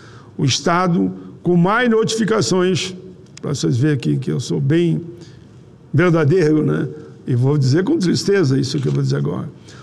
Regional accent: Caxias do Sul, Rio Grande do Sul, Brazil; na minha cidade natal, Caxias do Sul

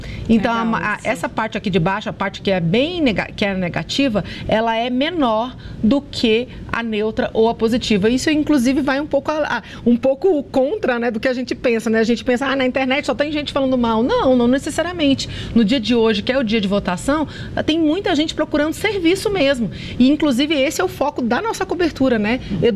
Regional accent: Brazil; eu sou brasileira

